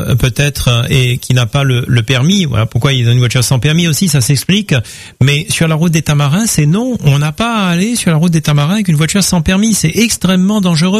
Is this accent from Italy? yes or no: no; Réunion; ça vient de chez nous, à La Réunion